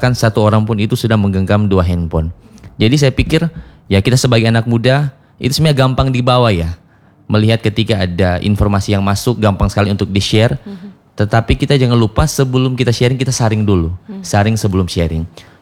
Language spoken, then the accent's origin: Indonesian; Sangihe, North Sulawesi, Indonesia